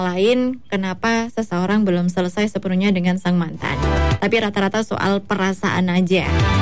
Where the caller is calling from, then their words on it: Pasuruan, East Java, Indonesia; aku dari Pasuruan Kota.